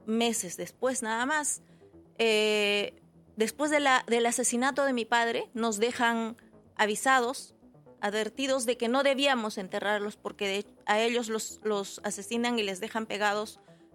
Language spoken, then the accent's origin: Spanish; Peru; vengo acá a contar lo que ha sucedido en mi pueblo. Y sobre todo con la intención de concientizar a la generación joven. Es una pena ver a gente joven que no tiene idea de lo que ha pasado en Perú, en nuestro país.